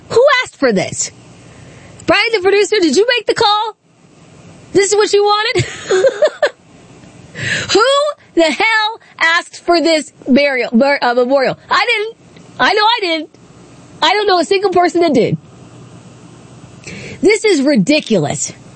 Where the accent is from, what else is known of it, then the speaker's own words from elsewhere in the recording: Accokeek, Maryland, United States; I went to Gwynn Park High School. I grew up in Accokeek